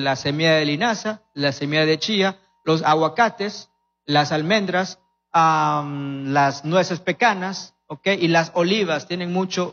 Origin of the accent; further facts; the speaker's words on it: Mexico; Crecí con mis abuelos en México